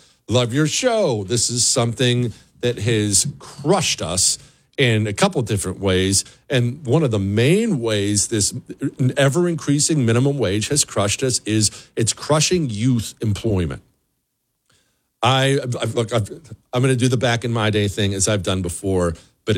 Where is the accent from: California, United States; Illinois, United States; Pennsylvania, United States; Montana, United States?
Montana, United States; Bozeman; I grew up in Bozeman, which was small back then. It's way bigger now and kind of got ruined, but small back then.